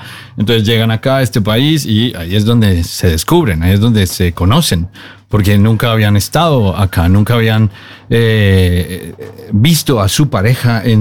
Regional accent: Bogotá, Colombia; now in Norway; Ella es de Oslo, yo soy colombiano, soy de Bogotá. Y a través de los años, cuando llegamos acá, empezamos a hacer nuestro grupo de amigos

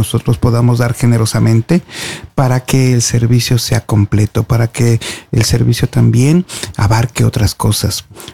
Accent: Mexico; Ojalá y los mexicanos podamos dar ese testimonio, ¿verdad?

